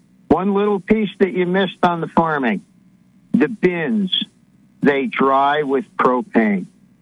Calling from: Kentucky, United States; South Central Kentucky.

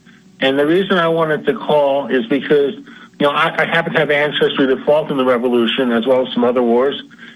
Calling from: Johnstown, Pennsylvania, United States; Hey, Al, this is … again from Johnstown.

